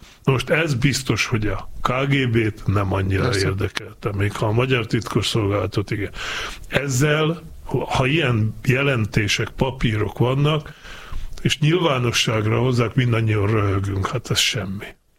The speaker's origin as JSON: {"language": "Hungarian", "town": "Ipolybalog", "region": "Banská Bystrica Region", "country": "Slovakia", "tie": "born or raised there", "said": "az én szülőfalumtól, Ipolybaloktól 7 kilométer, tehát nyugodtan mondhatom, hogy földim."}